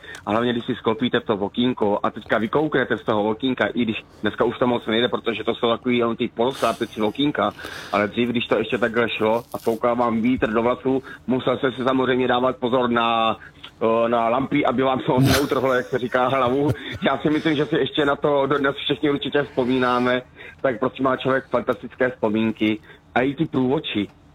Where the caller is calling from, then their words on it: Hradec Králové Region, Czechia; já jsem vlastně kousek od Trutnova